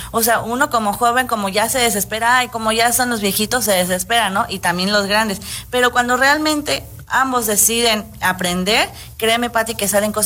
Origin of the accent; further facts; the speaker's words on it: Mexico; que hay que cubrir nosotros como mexicanos para evitar esto.